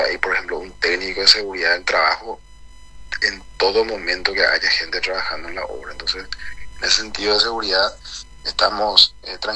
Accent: Ciudad del Este, Alto Paraná, Paraguay; Somos todos de Ciudad del Este.

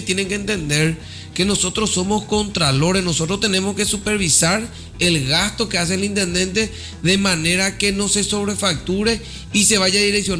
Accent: Ciudad del Este, Alto Paraná, Paraguay; Yo soy nacido y malcriado en Ciudad del Este y yo quiero que mi ciudad vaya para adelante.

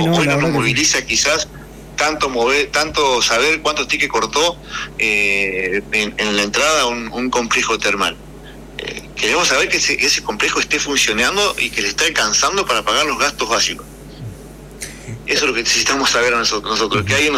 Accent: Argentina; Eso lo sabemos todos, somos argentinos, así que sabemos cómo nos comportamos

